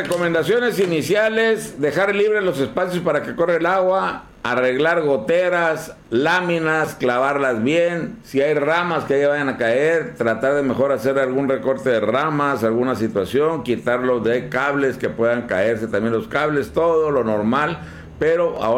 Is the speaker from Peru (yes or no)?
no; Baja California, Mexico; la gente del Valle Mexicali, que somos muy afines a tener muchas cosas en nuestros patios